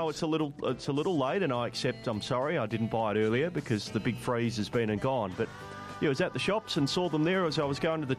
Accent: Perth, Western Australia, Australia; My old stomping ground out there. I grew up in Forestfield.

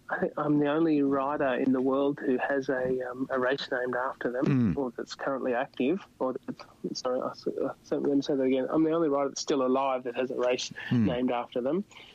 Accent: Australia; moved away as an adult; I'm always Australian, but I've been on the other side of the world

